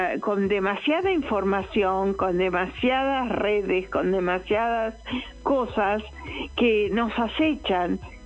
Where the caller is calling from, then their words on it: Acassuso, Buenos Aires Province, Argentina; de Acasuso.